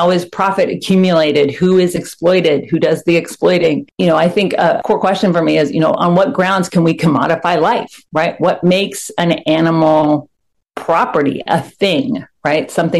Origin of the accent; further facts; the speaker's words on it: Athens, Georgia, United States; moved away; And as I got older and I left Georgia, I grew up in Athens, Georgia. I got introduced as a teenager to socialism, to democratic socialism, to more economic and materialist critique.